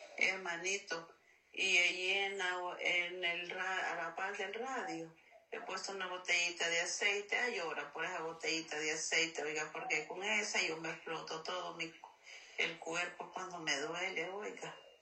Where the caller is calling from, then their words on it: El Salvador; Yo soy de aquí de Salvador, pero yo vivo en un cantón